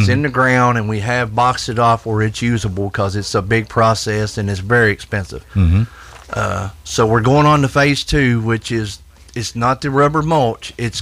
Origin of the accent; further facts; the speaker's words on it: United States; I was born and raised in District 2 out on Harris Road.